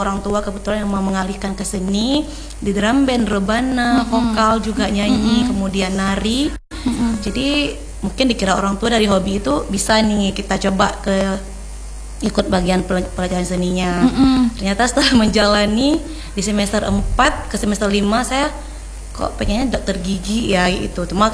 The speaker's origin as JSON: {"language": "Indonesian", "country": "Indonesia", "tie": "born or raised there", "said": "Saya orang asli orang Biren."}